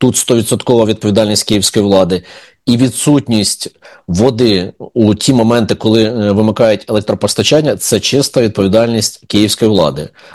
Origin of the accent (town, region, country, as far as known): Kyiv, Ukraine